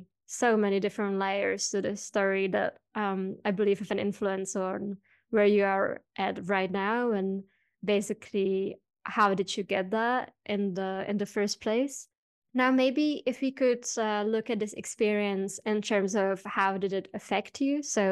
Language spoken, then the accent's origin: English; Hungary; English is a second language; So being a young woman, you know, growing up in Hungary while also being Jewish obviously brings with it a lot of challenges.